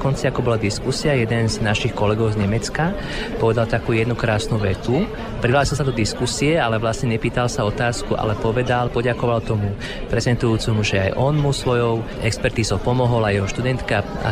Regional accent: Trnava, Trnava Region, Slovakia; Nechcem predbiehať, ale sú to v okolnosti v mojom rodnom meste Trnave.

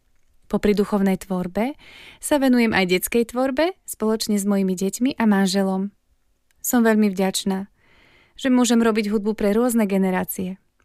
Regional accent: Oravská Lesná, Žilina Region, Slovakia; now in Majcichov, Slovakia; pochádzam z Oravskej Lesnej a dnes žijem so svojou rodinou v Majcichove pri Trnave.

